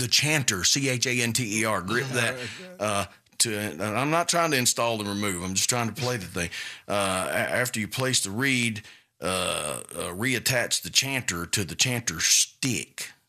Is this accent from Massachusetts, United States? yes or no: no; Soso, Mississippi, United States; Y'all know I am from So-So, Mississippi.